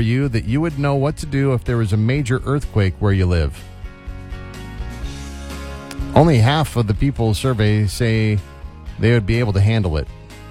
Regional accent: California, United States; I think that's a growing up in SoCal thing where, for the most part, it was just kind of ride out the earthquake.

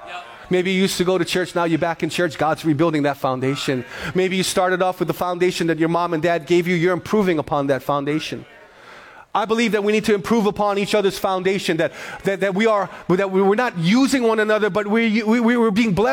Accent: Honolulu, Hawaii, United States; So we grew up in Kalihi. We lived in Kalihi.

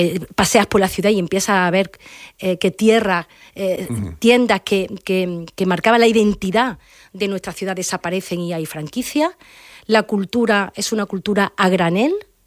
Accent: Córdoba, Andalusia, Spain; also born or lived in Calorrubio; yo soy de barrio, yo soy de la Fuensanta. Nacida en Calorrubio, pero mi vida, mi infancia, mi adolescencia, mi juventud, de la Fuensanta.

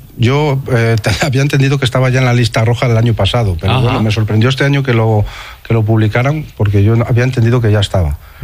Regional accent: Cabrillanes, Castile and León, Spain; mi pueblo, de la Cota de Babia

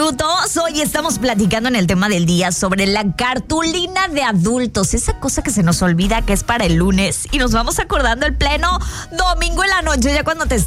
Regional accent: Mexico; somos mexicanos también.

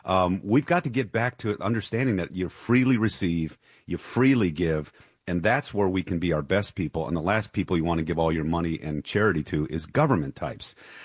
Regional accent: Dearborn, Michigan, United States; I am from Dearborn. My father was a Ford Motor guy. I come from Dearborn. I know what's going on there.

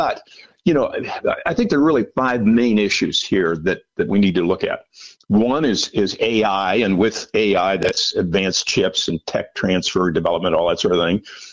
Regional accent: Illinois, United States; I grew up poor and in Southern Illinois.

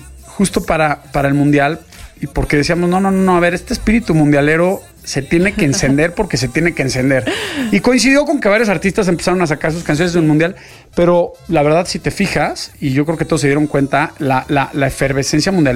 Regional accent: Mexico; lo que nos hace sentir orgullosos como, claro, mexicanos

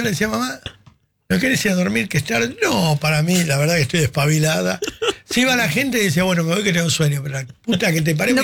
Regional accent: Béccar, Buenos Aires Province, Argentina; Yo me crié en el Club Social Becar con Guillermo Francella.

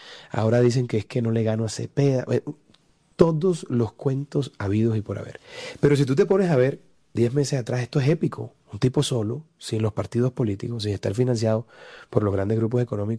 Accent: Barranquilla, Atlántico, Colombia; also born or lived in Bogotá; barranquieros somos tan tesos que nacemos donde nos da la gana.

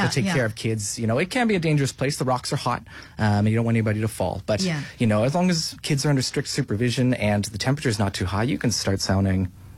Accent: Toronto, Ontario, Canada; also born or lived in Finland; No, I grew up in Canada. I'm from Finland originally. My family moved there when I was very young.

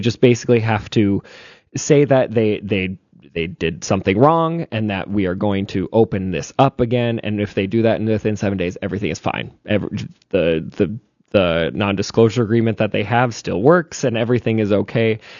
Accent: Hatton, United States; I'm from Hatton, right? I'm from a small town, right?

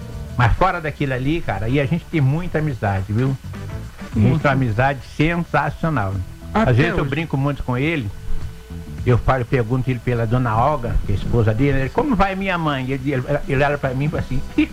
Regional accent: Argentina; Eu sou argentino. Tenho família argentina, posso dizer.

